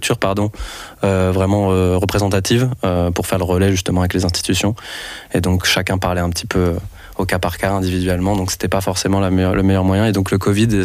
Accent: Lyon, Auvergne-Rhône-Alpes, France; moved away as an adult; now in Brussels, Belgium; moi, je suis français, je suis d'origine, je viens de Lyon.

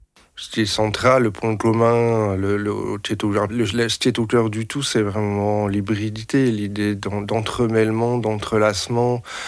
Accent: France; now in Belgium; je suis français, excusez-moi, je n'ai pas fait exprès. Et je suis arrivé en Belgique il y a un petit peu, à peine 2 ans

